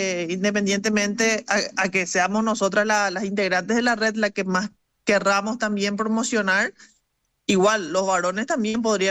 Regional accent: Paraguay; Estas fueron las raíces que a nosotras nos fortalecieron como mujeres paraguayas, cuñaguapa que somos

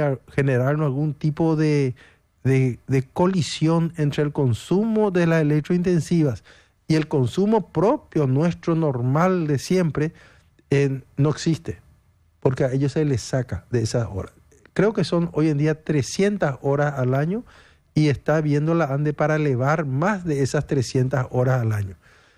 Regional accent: Paraguay; así somos los paraguayos

